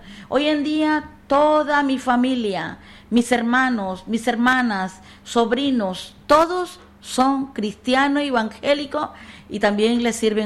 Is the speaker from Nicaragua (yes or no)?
yes; Nicaragua; moved away; Yo soy de Nicaragua.